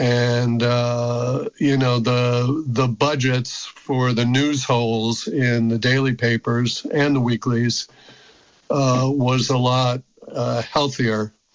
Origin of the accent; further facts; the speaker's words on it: New York City, New York, United States; now in Vermont, United States; Yeah, well, I grew up in New York City and always enjoyed living in the country.